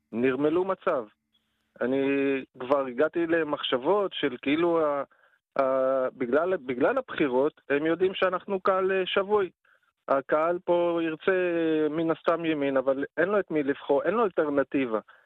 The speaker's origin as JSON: {"language": "Hebrew", "town": "Jerusalem", "region": "Jerusalem District", "country": "Israel", "also_born_or_lived": "Tel Aviv", "moved": "as an adult", "lives_now": "Northern Israel", "said": "חודש לפני מלחמת לבנון השנייה עברתי לצפון מתל אביב. אני ירושלמי במקור, ואני הגעתי הנה ב-2005, תחילת 2006"}